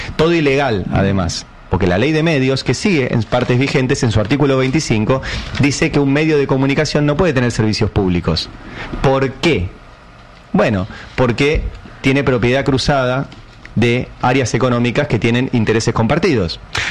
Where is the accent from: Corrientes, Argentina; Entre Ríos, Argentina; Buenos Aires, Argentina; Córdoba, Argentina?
Buenos Aires, Argentina; Los únicos privilegiados en Argentina somos los porteños